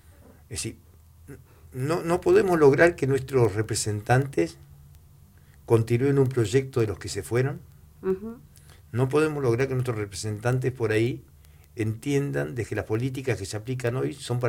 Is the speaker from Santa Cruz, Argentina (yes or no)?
yes; Santa Cruz, Argentina; capaz el encierro, la estepa misma nos hace más duros. Más hoscos, tal vez.